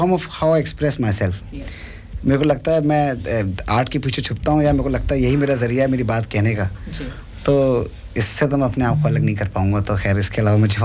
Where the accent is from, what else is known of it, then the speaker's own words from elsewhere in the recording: Delhi, India; नहीं मैं दिल्ली से हूँ दिल वाला हूँ